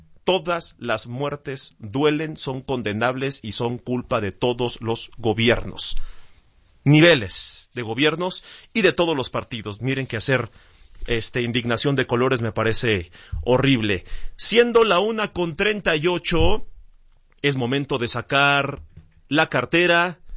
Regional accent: Mexico

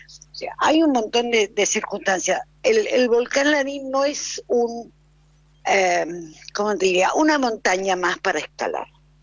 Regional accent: San Martín de los Andes, Neuquén, Argentina; born there; yo soy nacida en San Martín hace muchos años

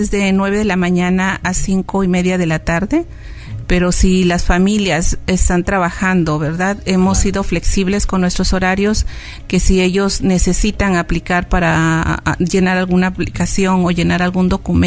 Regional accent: Mexico; que se sientan orgullosos de que somos mexicanos, de las raíces y la cultura que tenemos

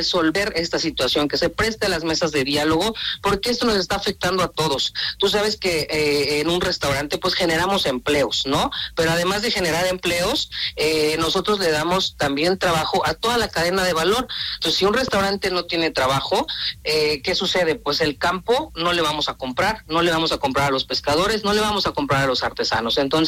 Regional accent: Oaxaca, Mexico; nosotros como oaxaqueños que estamos en pie, ¿no? De poder invertir en nuestro propio estado

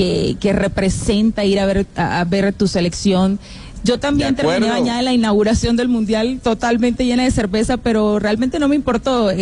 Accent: Colombia; como colombiana escucharlo también nos eriza la...

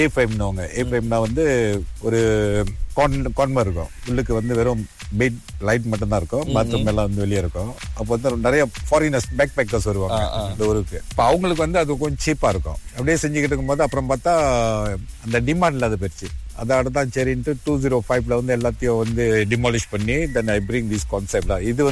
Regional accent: Pangkor, Perak, Malaysia; நான் பிறந்த ஊரு ஃபம் த்ரீ வரைக்கும் பங்கூர்ல படிச்சேன்.

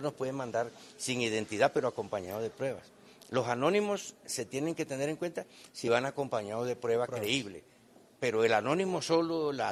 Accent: San Juan del Cesar, La Guajira, Colombia; yo soy de San Juan del Cesar, que es la mata mundial de los compositores.

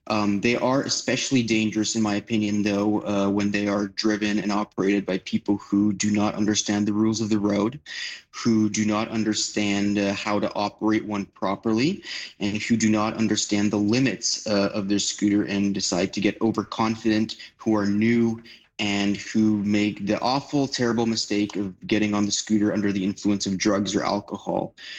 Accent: Vancouver, British Columbia, Canada; now in Poland; Greetings to Vancouver, my hometown from Poland.

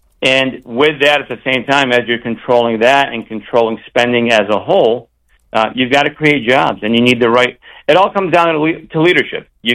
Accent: Caro, Michigan, United States; now in Florida, United States; So I was raised in Michigan.

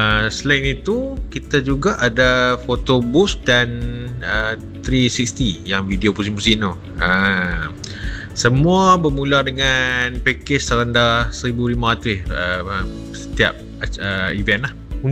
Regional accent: Sungai Petani, Kedah, Malaysia; now in Jitra, Malaysia; anak jati Kedah yang berasal dari Sungai Petani tapi kini menetap di Jitra.

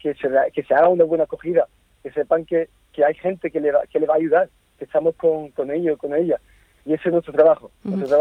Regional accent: Cádiz, Andalusia, Spain; yo primero soy de Cádiz. Yo me he criado en Cádiz, llevo toda la vida en Cádiz, he crecido allí, he mamado Cádiz, como bien se dice.

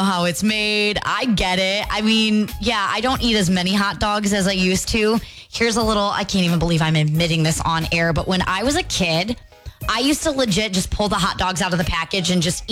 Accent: Midwest, United States; as a Midwesterner

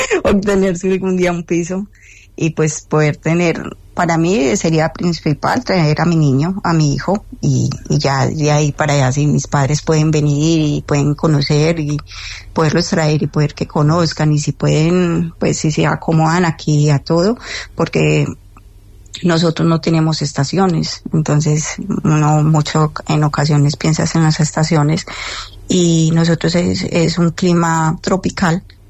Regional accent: Colombia; moved away as an adult; now in Spain; yo soy colombiana

